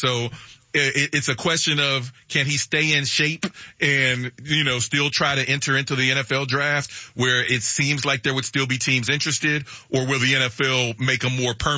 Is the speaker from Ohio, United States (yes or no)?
yes; Dayton, Ohio, United States; I am from Dayton, Ohio